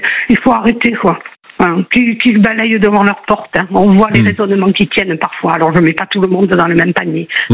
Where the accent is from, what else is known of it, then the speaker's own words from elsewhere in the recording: Bordeaux, Nouvelle-Aquitaine, France; born there; also born or lived in Arcachon Basin; now in Mios, France; moi je suis née à Bordeaux, mais je suis issue d'une des plus vieilles familles du bassin.